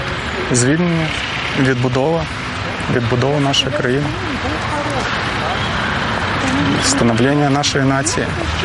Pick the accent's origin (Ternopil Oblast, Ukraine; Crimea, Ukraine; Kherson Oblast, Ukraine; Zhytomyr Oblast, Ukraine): Crimea, Ukraine; Saky; moved away as an adult; now in Kyiv, Ukraine; обрав, тому що я з Криму.